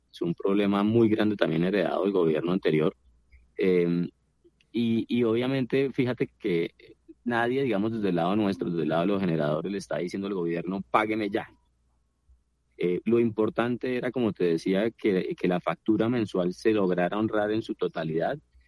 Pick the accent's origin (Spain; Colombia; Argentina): Colombia; un problema que nos iba a estallar a todos los colombianos más temprano que tarde